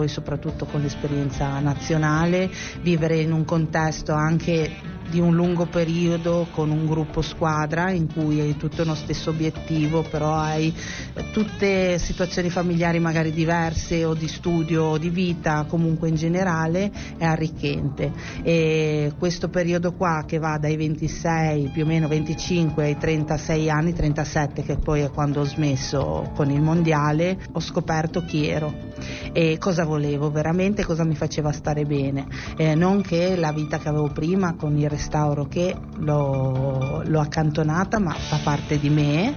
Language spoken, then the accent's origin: Italian; Liguria, Italy; moved away as an adult; also born or lived in Mantua; E poi mi sono trasferita a Mantova, perché io sono ligure, per ragioni di studio